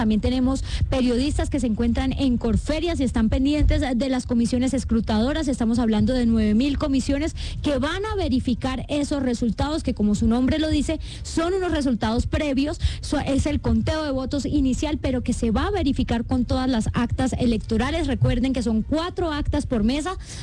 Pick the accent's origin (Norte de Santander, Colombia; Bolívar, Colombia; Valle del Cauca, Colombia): Norte de Santander, Colombia; Cúcuta; yo soy de Cúcuta, soy del norte de Santander